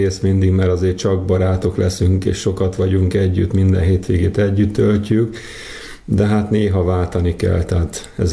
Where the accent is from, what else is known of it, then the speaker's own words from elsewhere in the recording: Tarján, Komárom-Esztergom, Hungary; amiben mi régen felnőttünk Tarjánban